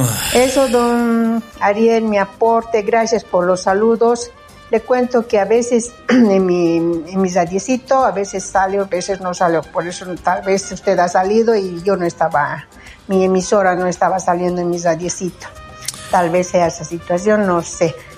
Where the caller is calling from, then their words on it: Bolivia; como bolivianos que somos